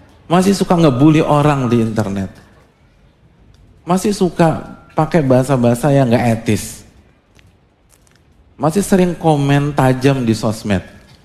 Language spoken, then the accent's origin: Indonesian; Jakarta, Indonesia; Saya dari kecil sampai SMA itu di Jakarta, omongannya logo-logo.